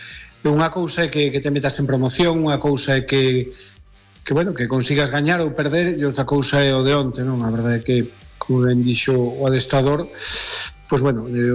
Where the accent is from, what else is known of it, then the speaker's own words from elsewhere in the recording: Galicia, Spain; Eu en principio, como galego, por supuesto que prefiro que o Celta B quede de segundo.